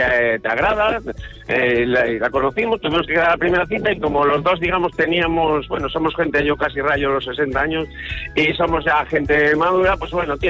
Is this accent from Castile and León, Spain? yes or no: yes; Valladolid, Castile and León, Spain; born there; accent: Castilian; now in Galicia, Spain; Castellano. Ya, bueno, es que tengo, claro, llevo 30 años en Galicia, pero yo nací, digamos, que empiece en Valladolid.